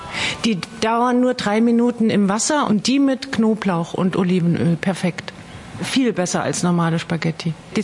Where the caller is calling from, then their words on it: Merchweiler, Saarland, Germany; Ich bin aus Wemmetzweiler.